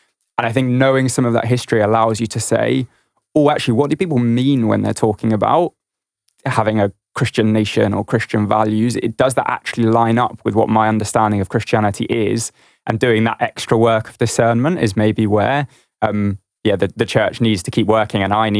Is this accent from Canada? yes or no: no; South Africa; I'm a South African, so I often look at apartheid South Africa